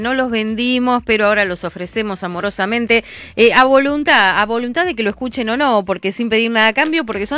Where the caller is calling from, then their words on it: Zapala, Neuquén, Argentina; de Zapala, Neuquén, Argentina.